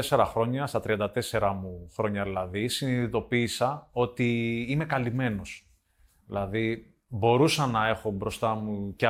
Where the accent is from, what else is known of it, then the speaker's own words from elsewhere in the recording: Rethymno, Crete, Greece; ήξερα ότι κάποια στιγμή θέλω να επιστρέψω στο Ρέθυμνο και να προσφέρω στον τόπο μου